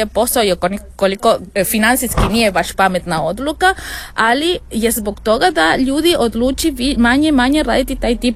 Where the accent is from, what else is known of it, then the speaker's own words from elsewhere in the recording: Serbia; dolazim iz Srbija